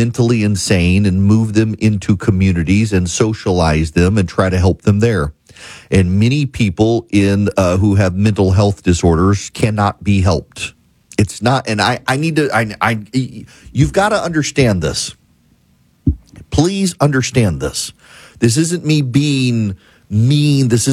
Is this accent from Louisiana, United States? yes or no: yes; Jackson, Louisiana, United States; I'm actually from Jackson, Louisiana. Jackson, Louisiana is a poor town from a poor parish in Louisiana.